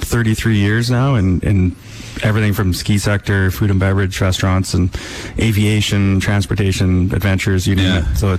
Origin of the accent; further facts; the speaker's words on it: Vancouver, British Columbia, Canada; I grew up in Vancouver, love Vancouver.